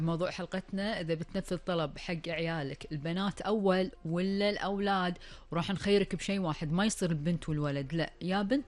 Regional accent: Kuwait; اليوم أول فقرة من فقرات برنامج الإذاعة راح نتكلم عن أخبار الديرة وآخر المستجدات في ديرتنا الحبيبة الكويت

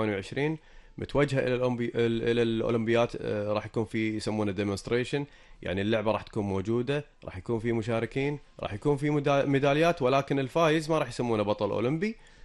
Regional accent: Kuwait

